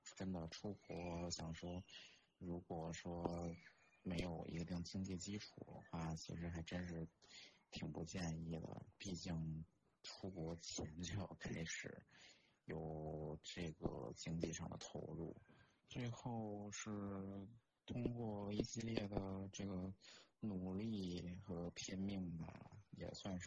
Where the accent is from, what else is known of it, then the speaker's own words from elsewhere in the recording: Haidian, Beijing, China; 是北京海淀这边土生土长，从出生到大学毕业就没有离开过海淀。